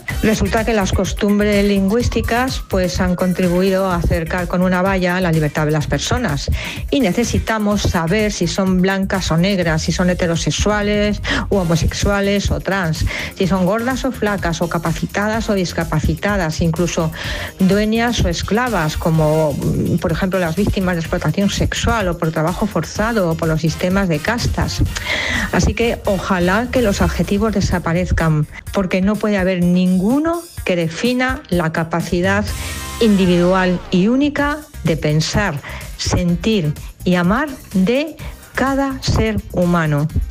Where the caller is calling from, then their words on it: Madrid, Community of Madrid, Spain; de Madrid.